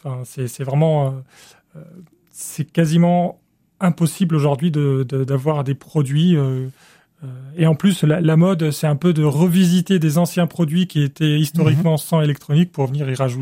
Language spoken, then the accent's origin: French; Cairo, Cairo Governorate, Egypt; moved away as an adult; now in France; j'ai grandi en Égypte, au Caire.